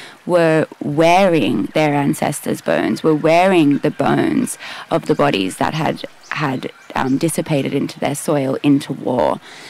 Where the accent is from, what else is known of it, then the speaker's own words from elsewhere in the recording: New South Wales, Australia; I am from the Bundjalung Nation, the West Bundjalung Nation, so outside of Grafton, about an hour north there, and my maternal bloodline runs deep in the rivers there that make up to meet the Clarence River.